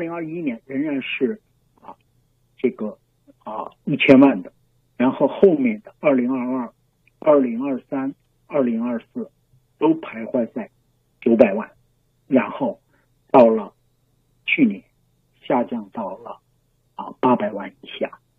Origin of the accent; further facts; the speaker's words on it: China; 因为我们都是所谓新中国出生长大的人